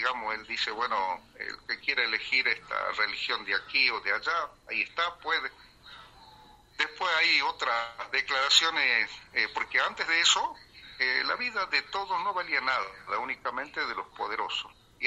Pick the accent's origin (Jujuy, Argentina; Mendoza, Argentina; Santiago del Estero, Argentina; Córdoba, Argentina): Jujuy, Argentina; Nosotros desde nuestra comunidad indígena de Angosto del Perchel